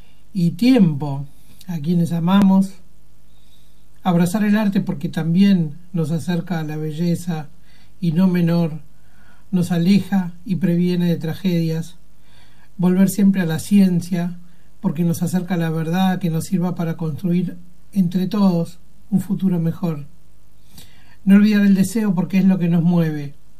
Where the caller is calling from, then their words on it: Buenos Aires, Argentina; desde Parque Chas, Cava.